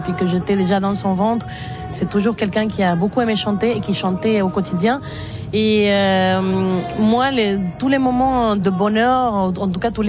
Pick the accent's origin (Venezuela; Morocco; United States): Venezuela; Caracas, Capital District; moved away as an adult; jusqu'au moment où j'ai quitté le Venezuela, j'ai chanté dans cet ensemble. En parallèle de faire partie de la scène underground et alternative de Caracas